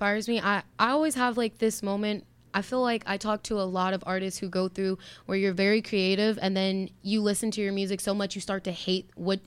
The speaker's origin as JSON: {"language": "English", "region": "Illinois", "country": "United States", "moved": "as an adult", "lives_now": "Racine, United States", "said": "So I'm actually from Illinois. I just moved out here to Wisconsin. Nice. In Racine about 2 years ago."}